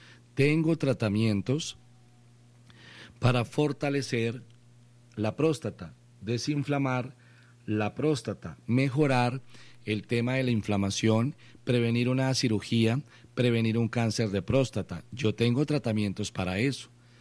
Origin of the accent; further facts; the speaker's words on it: Colombia; nosotros, como buenos colombianos